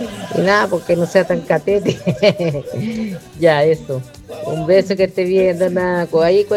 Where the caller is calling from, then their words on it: Pichidegua, O'Higgins, Chile; Soy la amiga de Pichidegua.